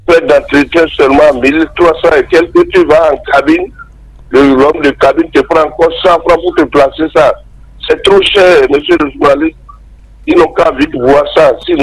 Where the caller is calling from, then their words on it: Parakou, Borgou, Benin; j'appelle de Parako.